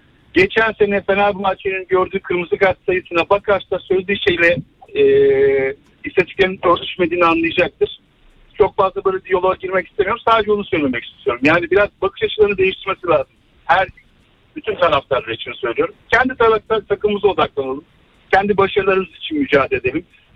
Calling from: Istanbul, Turkey; İstanbul'dan bağlanıyorum.

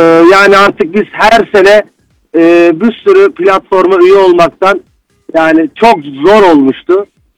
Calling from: Izmir, İzmir, Turkey; İzmir'den arıyorum

